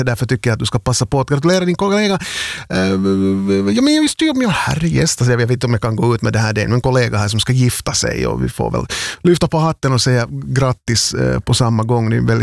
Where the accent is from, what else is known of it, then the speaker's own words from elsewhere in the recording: Vaasa, Ostrobothnia, Finland; Ändå ganska någonstans stort att ett sånt här megaband, väldigt många, då har besökt min hemstad.